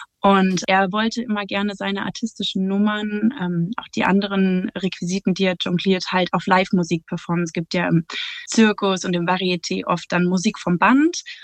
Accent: Berlin, Germany; born there; Ich bin gebürtig aus Berlin, befinde mich aber gerade in Kiel.

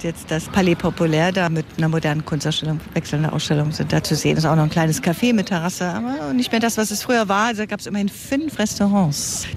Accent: East Germany, Germany; Und ich als Ossi, ich habe ja um die Ecke gewohnt, kriegte nicht immer einen Drink an der Bar, weil ich nicht die richtige Währung hatte.

